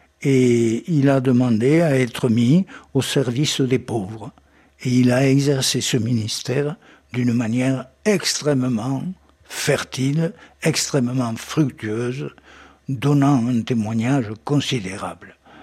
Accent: France; Et chez nous, en France

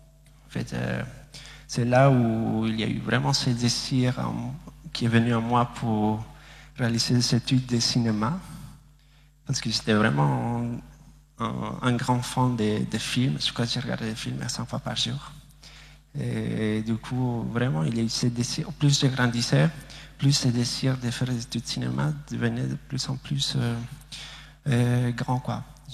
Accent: Bolivia; j'ai 25 ans et je suis bolivien. Je viens de la Bolivie, en fait, je se trouve en Amérique du Sud.

